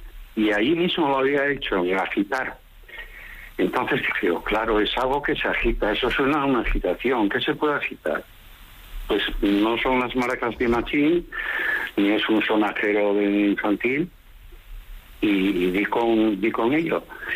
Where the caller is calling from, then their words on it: Asturias, Spain; Desde Asturias.